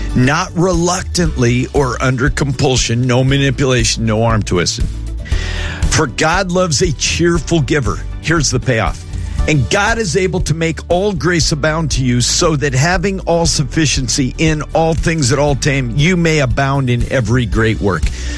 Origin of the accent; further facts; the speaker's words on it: Homer, Alaska, United States; born there; Lucinda, I was born in Homer, Alaska.